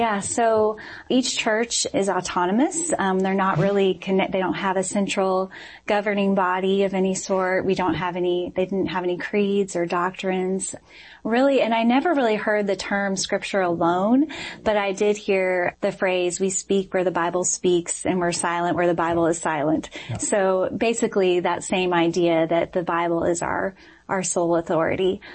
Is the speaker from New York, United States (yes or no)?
no; Springfield, Missouri, United States; I grew up in Springfield, Missouri.